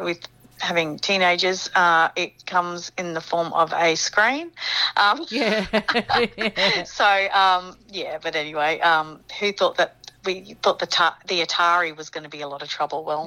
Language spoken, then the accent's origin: English; Goodna, Queensland, Australia; I had a country upbringing and that I grew up in Goodna.